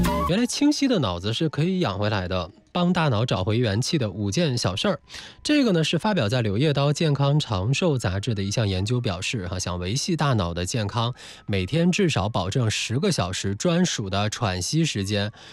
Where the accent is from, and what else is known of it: China